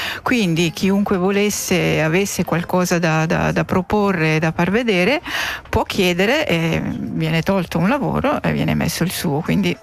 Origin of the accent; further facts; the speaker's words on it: Ticino, Switzerland; noi siamo di Castello